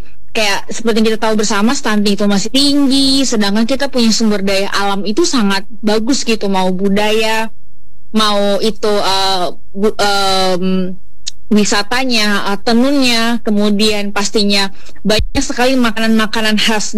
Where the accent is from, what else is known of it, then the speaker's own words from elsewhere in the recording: East Nusa Tenggara, Indonesia; moved away; saya lahir dan besar di Pulau Timor, kemudian saya pergi merantau, saya melihat dunia luar